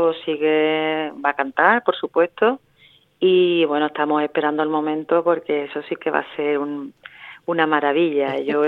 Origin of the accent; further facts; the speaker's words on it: Ceuta, Spain; que nos traten como lo que somos, como súper españoles que somos. Y que Ceuta brille por todo lo bonito que tiene.